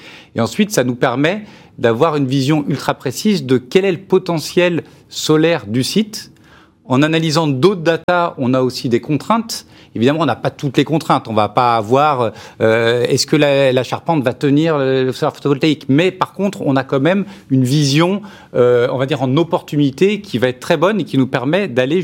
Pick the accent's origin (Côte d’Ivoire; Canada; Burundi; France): France; Chambéry, Auvergne-Rhône-Alpes; Moi, je viens de Chambéry, il y a pas mal d'endroits qui sont quand même ombrés par les montagnes.